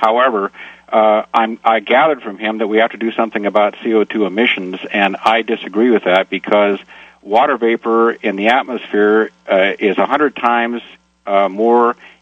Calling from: Portland, Oregon, United States

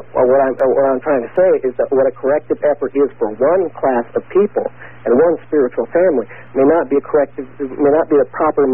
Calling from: Illinois, United States; I'm calling from Illinois.

